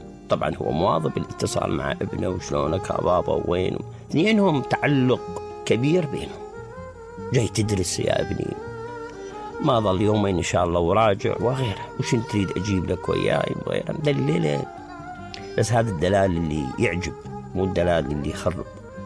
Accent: Iraq; بلادنا العراق

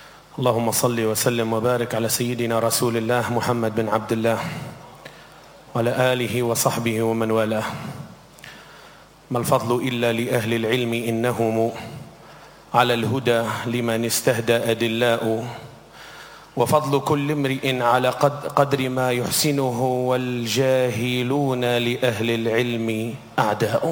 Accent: Tunisia; يسوقنا نحن اليوم من تونس

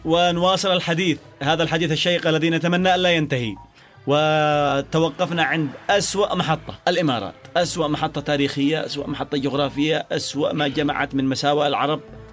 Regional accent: Yemen; نحن يمنيين

